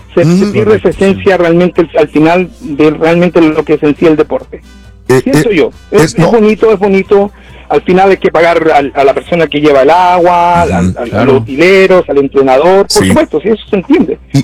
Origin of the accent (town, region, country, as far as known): Chile